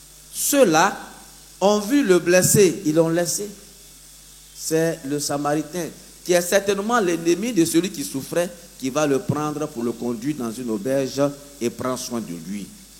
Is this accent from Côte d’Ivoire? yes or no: yes; Côte d’Ivoire; chez nous, en Côte d'Ivoire